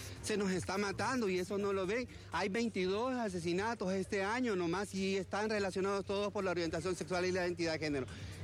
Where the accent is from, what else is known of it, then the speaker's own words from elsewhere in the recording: Honduras; Somos hondureños y hondureñas como todos y cada uno de nosotros